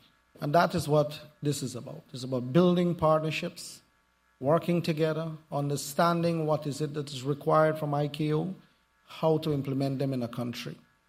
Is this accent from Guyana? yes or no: yes; Guyana; I was in university in the United Kingdom and I was studying business and I said, I'm from Guyana.